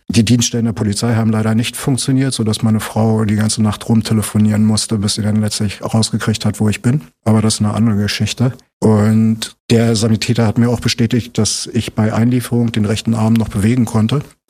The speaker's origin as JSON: {"language": "German", "town": "Fehrbellin", "region": "Brandenburg", "country": "Germany", "tie": "born or raised there", "also_born_or_lived": "Neuruppin / Kleinmachnow", "said": "ich bin in Neuruppin geboren und habe meine ganze Kindheit aber in Fehrbellin verbracht bis zur weiterführenden Schule. Ich bin nach der 8. Klasse nach Kleinmachnow gegangen"}